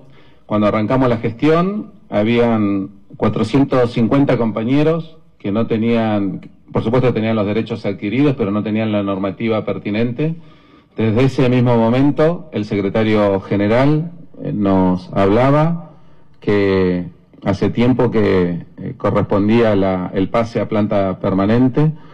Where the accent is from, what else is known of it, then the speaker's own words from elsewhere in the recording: Patagonia, Argentina; porque somos patagónicos